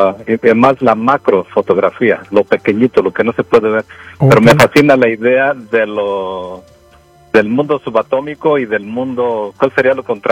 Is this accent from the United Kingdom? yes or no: no; Jalisco, Mexico; moved away; ahí era la parte más alta de los Altos de Jalisco, donde yo crecí